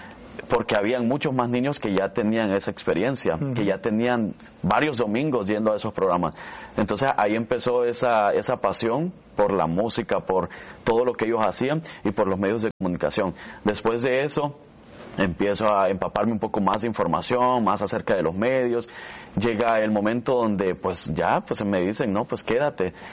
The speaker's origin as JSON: {"language": "Spanish", "town": "Nueva Concepción", "region": "Chalatenango", "country": "El Salvador", "tie": "born or raised there", "lives_now": "United States"}